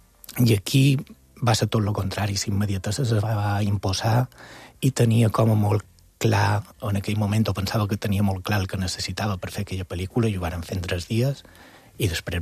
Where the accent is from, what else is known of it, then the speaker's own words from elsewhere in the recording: Mallorca, Balearic Islands, Spain; accent: Mallorcan; la família, diguéssim, de que nostre xerrava en mallorquí i mon pare i mon mare xerren en castellà.